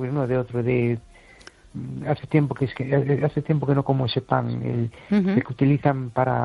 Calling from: Amoeiro, Galicia, Spain; de Amoeiro.

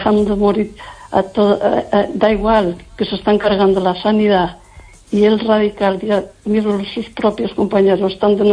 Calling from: Lugo, Galicia, Spain

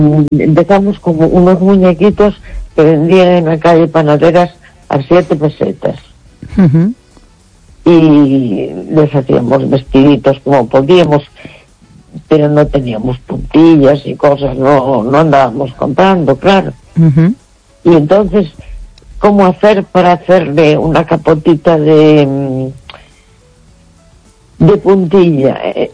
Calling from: A Coruña, Galicia, Spain; de la Coruña.

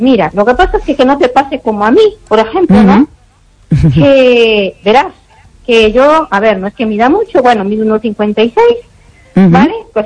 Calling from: Ourense, Galicia, Spain; Hola, bueno … aquí de Orense

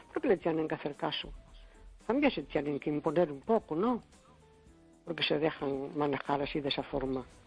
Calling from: Cespón, Galicia, Spain; de Cespón, muy bien, gracias.

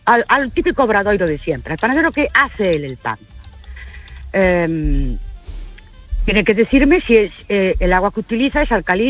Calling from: Ourense, Galicia, Spain; de Urense.

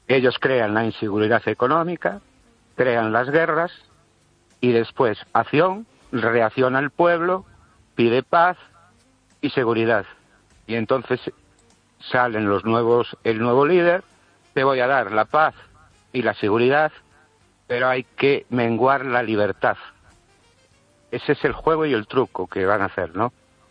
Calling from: Ourense, Galicia, Spain; de Orense.

